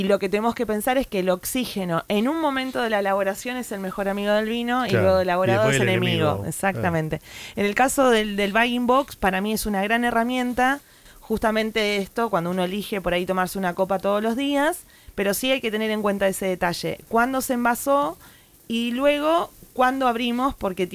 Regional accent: Argentina; los argentinos somos los mejores del mundo.

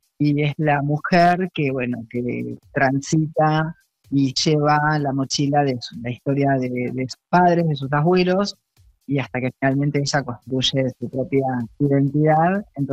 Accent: Tigre, Buenos Aires Province, Argentina; yo soy de Tigre

